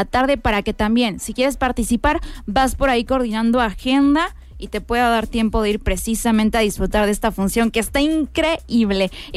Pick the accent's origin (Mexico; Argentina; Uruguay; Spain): Mexico; como buen mexicano, te pones a platicar con medio mundo.